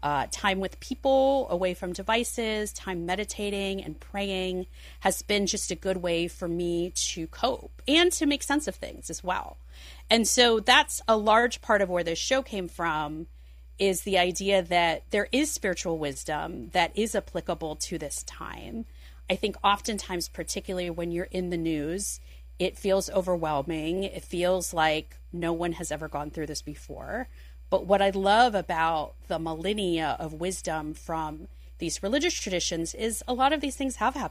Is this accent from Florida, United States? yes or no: yes; Miami, Florida, United States; born there; also born or lived in Midwest; whether that's like the fact that I was born in Miami and my parents are immigrants, or I lived in the Midwest for 10 years and all of my schooling was pretty much in the Midwest, or I'm Presbyterian.